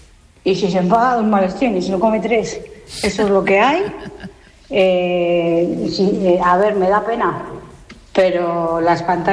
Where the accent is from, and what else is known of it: Cantabria, Spain